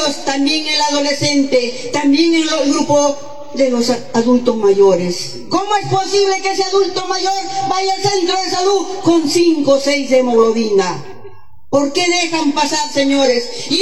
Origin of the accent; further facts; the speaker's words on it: El Arenal, Arequipa, Peru; en mi pueblo del Arenal